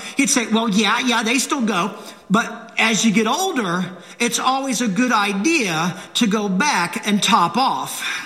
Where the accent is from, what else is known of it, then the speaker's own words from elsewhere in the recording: Virginia, United States; When my brother Matt and I were growing up in Eastern Virginia